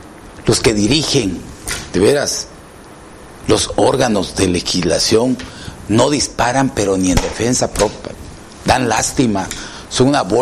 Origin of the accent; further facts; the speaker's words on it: Mexico; Yo como mexicano